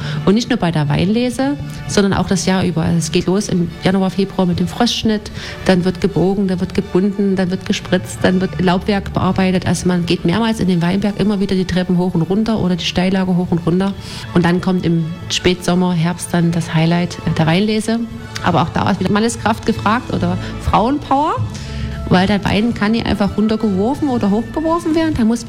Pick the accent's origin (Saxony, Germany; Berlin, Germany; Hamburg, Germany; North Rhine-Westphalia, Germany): Saxony, Germany; Radebeul; Ich komme aus Radebeul, da kennt man die Winzer.